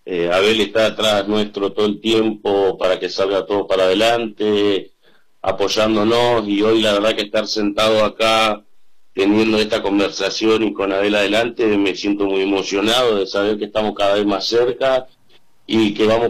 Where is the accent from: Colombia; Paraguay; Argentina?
Argentina; Neuquén; te digo, de acá de Neuquén Capital, soy el único en esta disciplina. Te repito, con Santiago González, somos los dos de Neuquén que siempre generalmente salimos a representar.